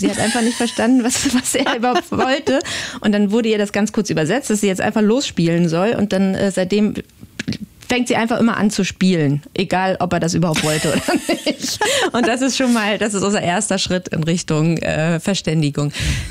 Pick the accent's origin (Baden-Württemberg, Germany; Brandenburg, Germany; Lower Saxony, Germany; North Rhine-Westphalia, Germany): Brandenburg, Germany; Potsdam; now in Austria; als Brandenburger Kartoffel, die ich ja nun mal selber bin, habe ich meine ganze Kindheit damit verbracht, bei meiner Großmutter wirklich Kartoffeln zu buddeln